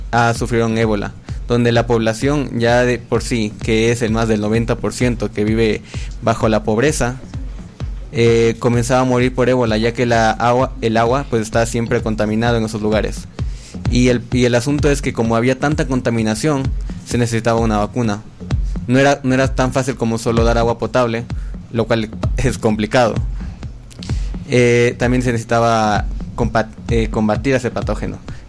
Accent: Ambato, Tungurahua, Ecuador

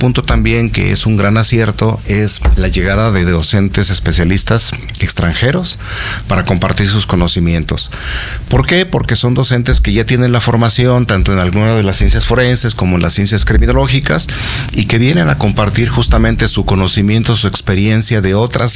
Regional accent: Mexico; moved away as an adult; now in Ecuador; soy mexicano, soy de formación híbrida también, criminólogo criminalista, y pues tengo ya aquí en Ecuador justamente compartiendo estos conocimientos ya algunos meses

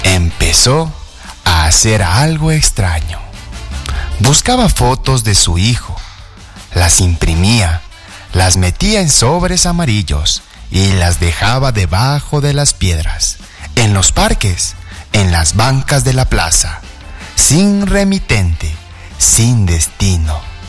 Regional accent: Ecuador

